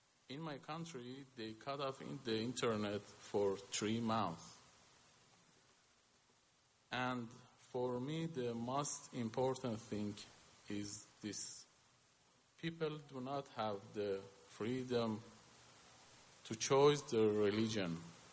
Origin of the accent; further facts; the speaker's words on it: Iran; English is a second language; moved away as an adult; now in United States; I want to share a little about my life and about my home country, Iran.